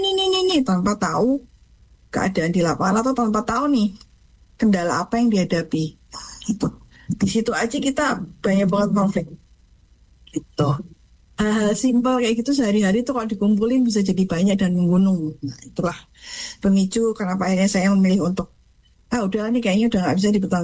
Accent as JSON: {"language": "Indonesian", "region": "Java", "country": "Indonesia", "said": "Kalau mungkin saya orang Jawa di situ kaget gitu ya"}